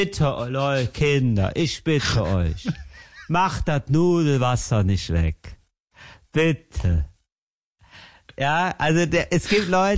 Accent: Germany; Aber das macht man nicht so gerne als Deutscher.

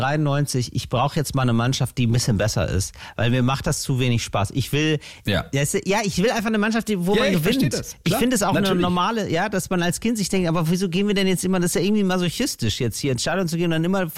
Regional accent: Duisburg, North Rhine-Westphalia, Germany; born there; also ich bin ja in Duisburg geboren. mein Papa war immer Duisburg-Fan, MSV Duisburg-Fan.

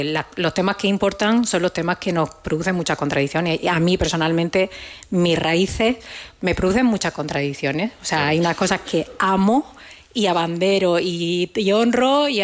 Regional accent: Cabo de Gata, Andalusia, Spain; Yo soy de Almería, pero yo soy de Cabo de Gata, que es una zona aún más... O sea, bueno, quien lo conozca, aparte que es, bueno, desde mi punto de vista, bellísimo, pero es una zona muy especial

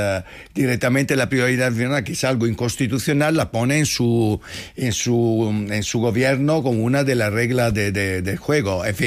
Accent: Italy; a mí como italiano, es que me da una vergüenza.

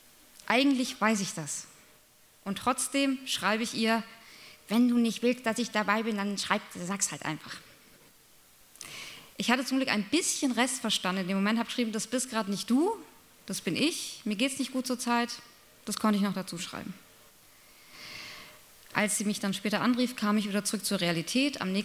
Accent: Baden-Württemberg, Germany; Ich besuchte im Juli meine Heimatstadt. Ich komme aus einem kleinen schwäbischen Städtchen. Mit einem ganz schlimmen Bürgermeister.

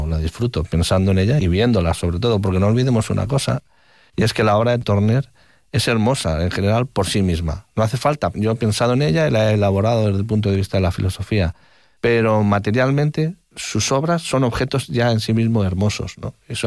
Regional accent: Madrid, Community of Madrid, Spain; la Plaza de los Cubos para mí es un referente como madrileño desde mi infancia.

